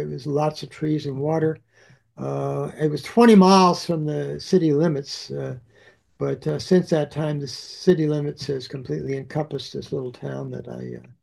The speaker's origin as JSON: {"language": "English", "region": "Texas", "country": "United States", "tie": "born or raised there", "said": "Yes, I did grow up in Texas. So I have this Texas background, the West, freedom, riding horses."}